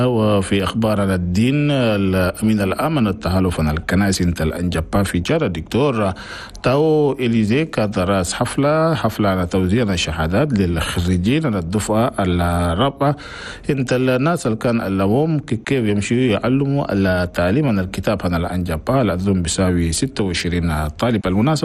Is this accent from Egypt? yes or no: no; Chad; أنا بلدنا تشاد